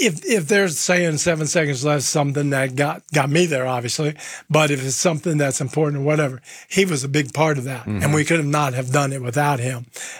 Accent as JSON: {"language": "English", "town": "Milan", "region": "Lombardy", "country": "Italy", "second_language": "English", "said": "So I came from Milan, which is like New York, you know, and kind of their thinking."}